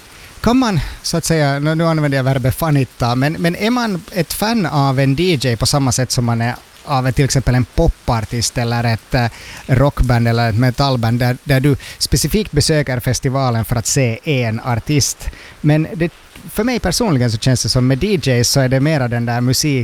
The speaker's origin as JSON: {"language": "Swedish", "region": "Ostrobothnia", "country": "Finland", "tie": "born or raised there", "said": "min barndom i Österbotten"}